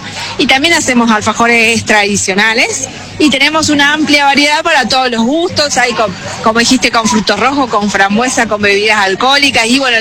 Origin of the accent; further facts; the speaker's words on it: Ramallo, Buenos Aires Province, Argentina; nosotros somos de Ramallo